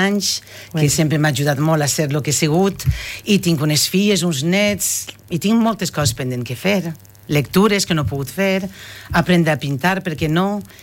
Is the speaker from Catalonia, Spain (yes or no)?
no; L'Alqueria de la Comtessa, Valencian Community, Spain; he vist créixer aquesta ciutat d'una manera tan bonica que, aunque soc de l'Alqueria de la Condesa, pues, me sent part de Gandia.